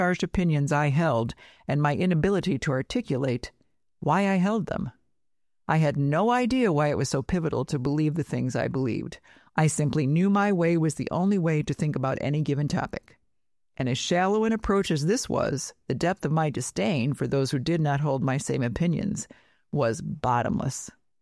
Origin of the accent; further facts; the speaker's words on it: California, United States; I grew up in California as an atheist. The Bible was not a part of my upbringing, nor was church.